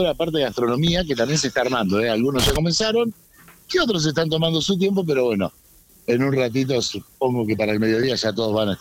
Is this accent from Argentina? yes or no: yes; Villa Gesell, Buenos Aires Province, Argentina; Sí, de Gesell.